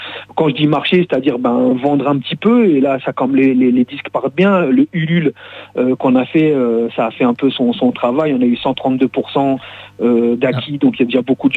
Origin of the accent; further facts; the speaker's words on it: Lille, Hauts-de-France, France; On fait la release party, donc la sortie pour la sortie du l'album chez nous, enfin chez nous, à Lille, parce que c'est là-bas que tout l'enregistrement s'est fait, etc. À Comines plus précisément, dans le 5-9.